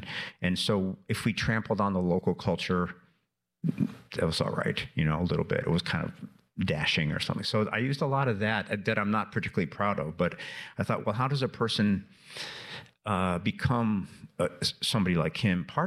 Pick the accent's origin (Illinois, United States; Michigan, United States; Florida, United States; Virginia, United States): Illinois, United States; Chicago; I grew up in Chicago on the South Side, and there was a very, very male-centered time.